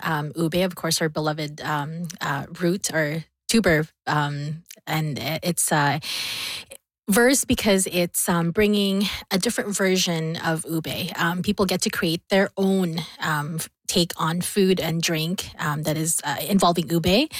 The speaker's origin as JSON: {"language": "English", "region": "Bicol Region", "country": "Philippines", "tie": "born or raised there", "moved": "yes", "said": "Being born in the Philippines, in where I'm from, it's called the Bicol region."}